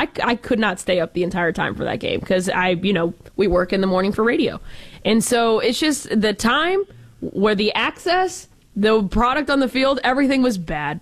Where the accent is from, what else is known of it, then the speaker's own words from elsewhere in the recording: Austin, Texas, United States; Well, because I'm from the great state of Texas, I'm from Austin